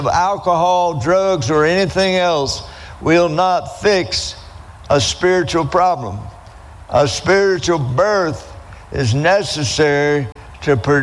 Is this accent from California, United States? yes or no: no; Alabama, United States; I'm from Alabama and proud of it.